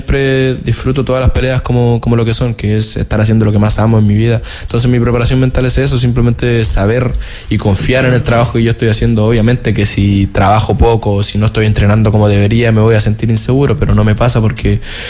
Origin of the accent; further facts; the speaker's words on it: Antofagasta, Chile; born there; Yo vengo de una población de acá un poquitito menos al norte que acá